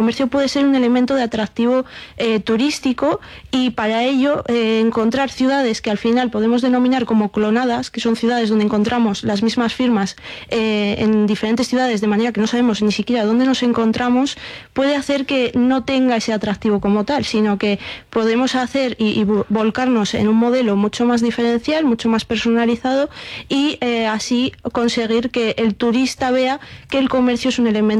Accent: Jaén, Andalusia, Spain; Yo, que además soy de Jaén

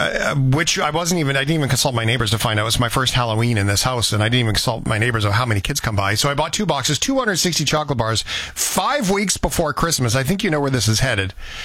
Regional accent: Port Alberni, British Columbia, Canada; Vancouver Island, when I was a kid, that's how I remembered it when I grew up in Port Alberni.

